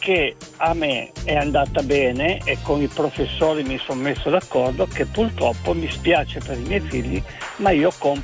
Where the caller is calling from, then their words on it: Settimo Torinese, Piedmont, Italy; Settimo Torinese, provincia di Torino.